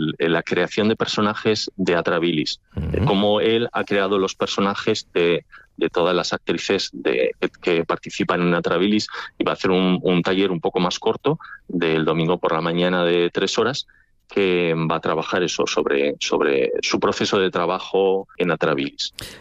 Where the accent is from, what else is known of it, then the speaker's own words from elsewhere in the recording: La Rioja, Spain; como soy de La Rioja, pues que he hecho el vermute